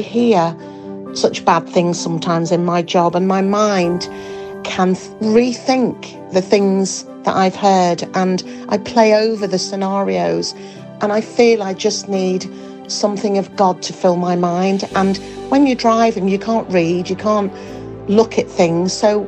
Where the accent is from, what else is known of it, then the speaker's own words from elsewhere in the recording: Leeds, Yorkshire and the Humber, United Kingdom; from Leeds.